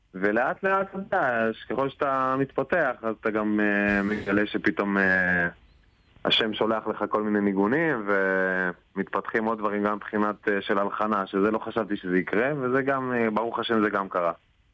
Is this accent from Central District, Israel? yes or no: no; a moshav in the Jezreel Valley, Northern District, Israel; אני ממושב בעמק ישראל.